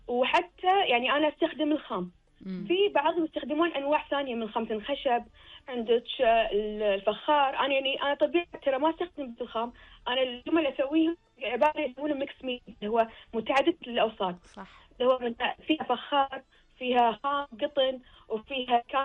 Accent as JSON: {"language": "Arabic", "country": "Kuwait", "said": "إن أنا من الكويت الوحيدة من الكويت"}